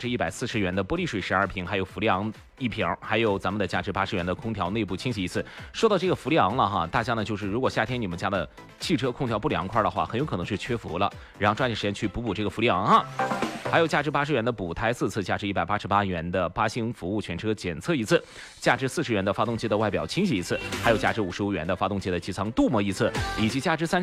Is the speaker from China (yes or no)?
yes; Qingzhou, Shandong, China; 土生土长的青州人